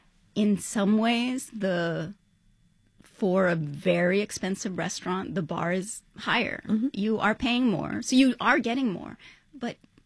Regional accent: New York City, New York, United States

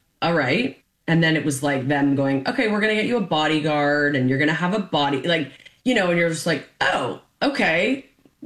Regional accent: Canada; I feel weirdly because of my childhood and the way I was raised and and being Canadian

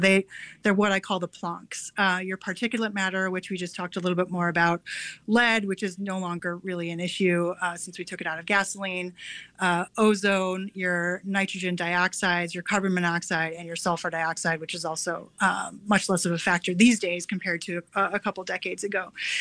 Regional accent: Milwaukee, Wisconsin, United States; I'm from Milwaukee myself

